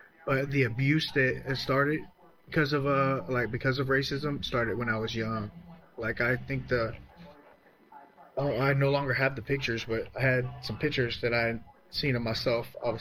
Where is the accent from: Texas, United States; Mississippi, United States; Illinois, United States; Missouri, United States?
Mississippi, United States; also born or lived in Virginia / Louisiana; But I didn't go, we moved to Mississippi. I spent all my childhood in Mississippi, like right there on the coast, Long Beach, Gulfport, Socia, Lyman, all over that little area. And then my teen years, I was in Louisiana, I lived in Louisiana.